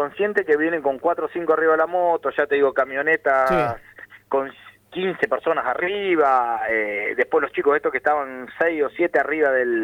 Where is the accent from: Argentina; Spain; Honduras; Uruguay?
Argentina